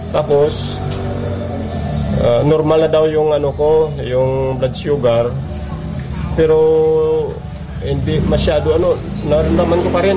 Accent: Western Visayas, Philippines; Abiera Sebastian Antique.

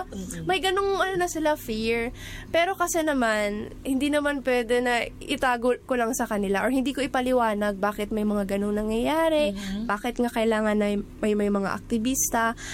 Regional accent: Visayas, Philippines; Tagalog is a second language; now in Manila, Philippines; mahirap yung lengguahe kasi laking Bisaya ako.

